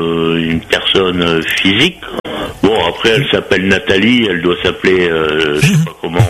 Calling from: France; Non, non, je suis français d'origine et je n'ai pas quitté le territoire français depuis

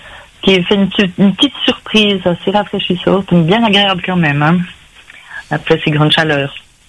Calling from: Switzerland; moi je vous appelle depuis la Suisse.

